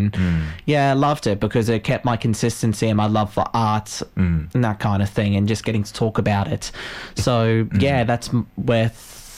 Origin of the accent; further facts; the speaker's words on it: Queensland, Australia; now in Launceston, Australia; It wasn't here in Launceston. It was up in my hometown in regional Queensland.